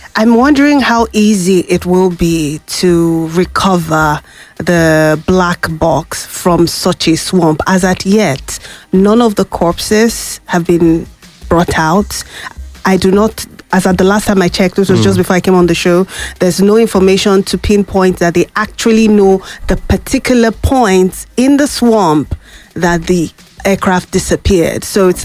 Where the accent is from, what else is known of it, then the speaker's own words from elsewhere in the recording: Jos, Plateau, Nigeria; I grew up in Jos.